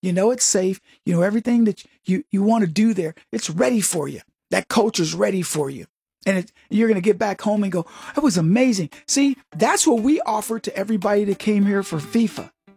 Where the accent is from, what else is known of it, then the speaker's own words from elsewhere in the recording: United States; As an American